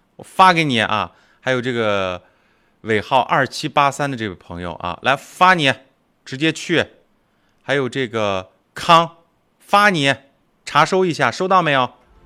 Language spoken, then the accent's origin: Chinese; Shanxi, China; 作为一个山西人，替我去尝一尝那个美食怎么样吧？